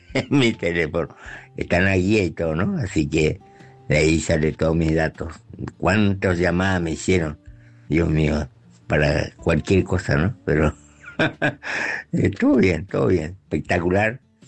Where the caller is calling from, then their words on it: Clorinda, Formosa, Argentina; de Clorinda, Formosa.